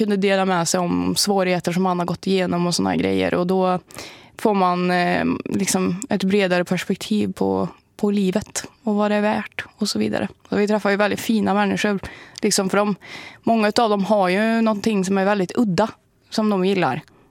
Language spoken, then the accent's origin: Swedish; Värmland, Sweden; jag är från Värmland liksom, så då kan jag bre på det lite grann.